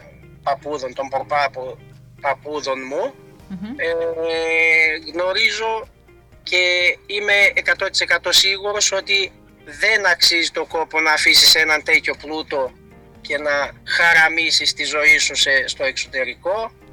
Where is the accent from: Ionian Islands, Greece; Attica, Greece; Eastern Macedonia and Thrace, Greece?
Eastern Macedonia and Thrace, Greece; Εμένα είναι ο τόπος κατοικίας μου. Εγώ δεν έχει τύχει ποτέ να βγω έξω. Αγαπάω τον τόπο μου.